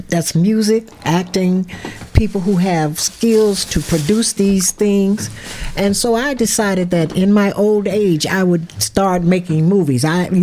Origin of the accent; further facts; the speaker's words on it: East Chicago, Indiana, United States; moved away as an adult; now in Milwaukee, United States; No, I'm originally from East Chicago, Indiana.